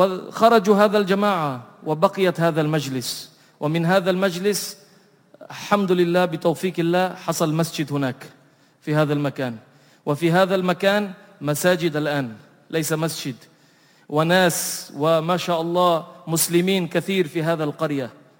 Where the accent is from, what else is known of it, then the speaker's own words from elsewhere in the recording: Australia; الفقير إلى الله من أستراليا، من بلاد أستراليا، وسبحان الله في المدينة عندنا في أستراليا قبل تقريبا 50 سنة هناك ما كان في أي مساجد ولا مصلى